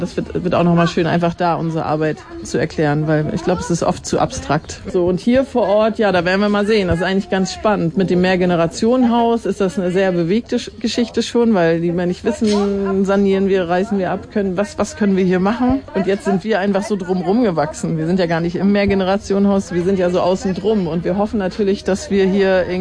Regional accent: Northern Germany, Germany; Ich komme aus dem Norden, also die ist komplex.

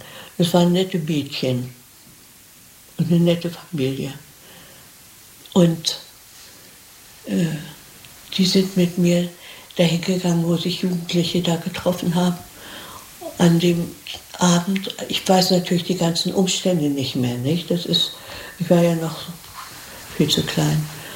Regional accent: Germany

